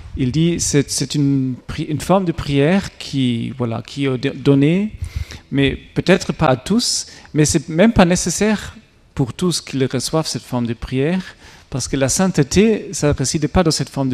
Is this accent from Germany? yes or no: yes; Germany; accent: German; French is a second language